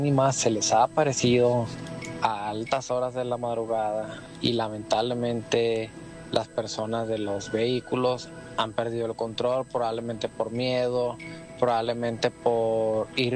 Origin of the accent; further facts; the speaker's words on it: Sinaloa, Mexico; No sé si será algún relato, porque la verdad, con todo respeto, yo no soy de esos lugares. Yo soy de Sinaloa.